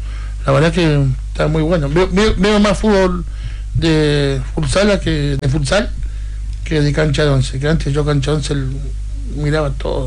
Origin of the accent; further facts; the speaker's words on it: Buenos Aires, Argentina; Soy porteño, también veo mucho esos partidos.